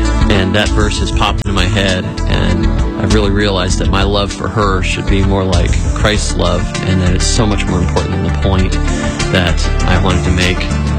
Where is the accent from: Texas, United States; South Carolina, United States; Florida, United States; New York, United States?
Florida, United States; Fort Lauderdale; from Fort Lauderdale, Florida.